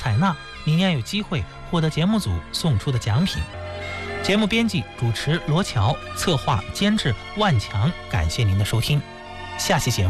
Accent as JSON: {"language": "Chinese", "region": "Hebei", "country": "China", "said": "剧中的主人公都是咱们河北人。"}